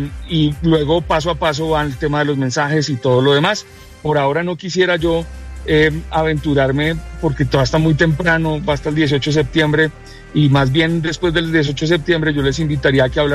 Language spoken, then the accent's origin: Spanish; Bogotá, Bogotá Capital District, Colombia; born there; Bogotá es un centro donde nos encontramos quienes nacimos acá, pero también quienes han llegado acá y han decidido hacer su proyecto de vida acá.